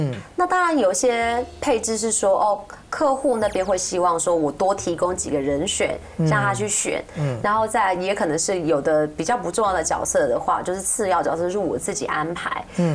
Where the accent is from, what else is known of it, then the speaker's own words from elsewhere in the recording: Taiwan; 就是我们台湾人看布袋戏那样的感觉。